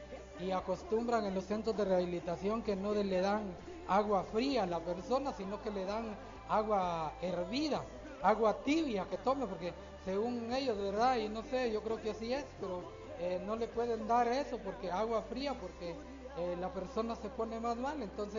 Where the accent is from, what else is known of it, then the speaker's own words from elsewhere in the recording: Honduras; moved away as an adult; now in Guatemala; yo soy nacionalidad hondureña. Ya tengo muchos años de estar aquí en este Guatemala